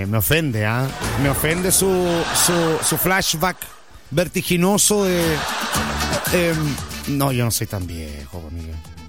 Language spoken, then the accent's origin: Spanish; Lota, Biobío, Chile; yo soy nacido, criado y malcriado en Lota. Y estudié en el colegio Niño Jesús.